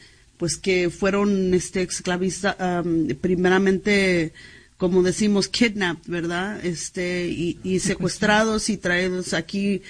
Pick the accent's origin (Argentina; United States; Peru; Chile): United States; Así es que para nosotros hay … que habla de nuestras historias como chicanos, como gente de pueblos indígenas originarios